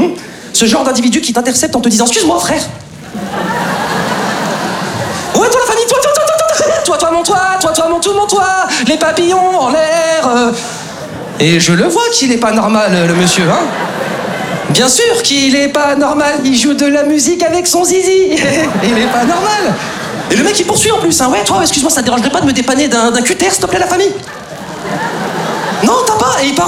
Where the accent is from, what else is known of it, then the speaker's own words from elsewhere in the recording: Lyon, Auvergne-Rhône-Alpes, France; now in Paris, France; Moi, comme beaucoup d'entre vous, les amis, je suis originaire de province, je suis originaire de Lyon. Et c'est vrai qu'avant de m'installer sur Paris